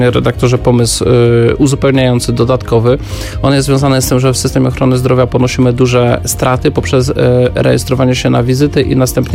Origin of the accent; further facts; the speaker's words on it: Lubusz–Lower Silesia border, Poland; wychowywałem się na pograniczu lubusko-dolnym śląskim